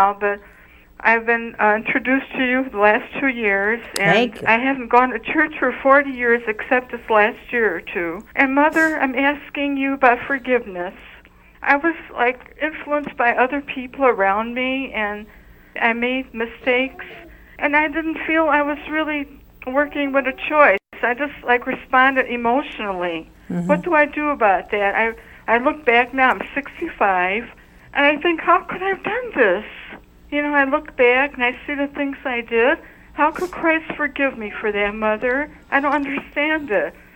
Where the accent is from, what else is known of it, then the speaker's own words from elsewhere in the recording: Chicago, Illinois, United States; from Chicago, Illinois.